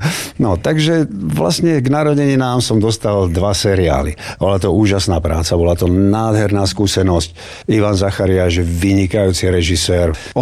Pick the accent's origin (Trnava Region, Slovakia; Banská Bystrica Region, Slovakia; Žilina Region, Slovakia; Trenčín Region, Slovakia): Trenčín Region, Slovakia; Nové Mesto nad Váhom; moved away as an adult; also born or lived in central Slovakia / Bratislava / Trebišov; now in eastern Slovakia; narodil som sa na strednom Slovensku. Vyrastal som na západnom Slovensku, v Novom meste nad Váhom, v Trenčine. Študoval som v Bratislave. A potom som v 82. odišiel na vojnu do Trebišova.